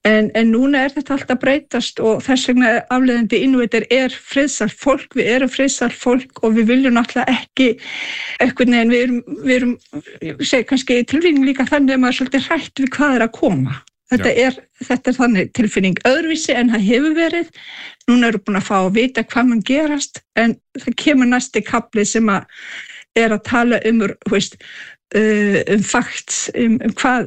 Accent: Kujalleq, Greenland; við sem ég kem frá Suðurgrænlandi, unnið mörg sumur í Nassasvak

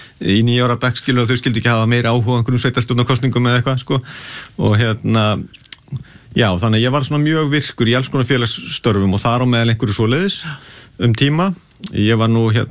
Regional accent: Garðabær, Capital Region, Iceland; born or raised there; also born or lived in Breiðholt

